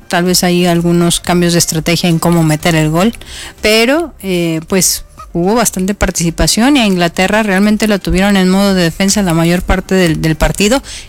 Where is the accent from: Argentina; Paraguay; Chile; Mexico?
Mexico; seguimos siendo mexicanos y festejamos como buenos mexicanos que somos.